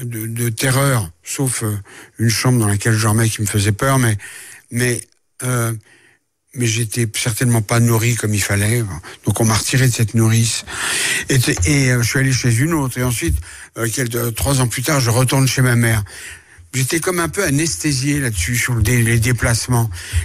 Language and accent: French; France; born there; elle a traversé l'Atlantique, et je suis né en France avec elle.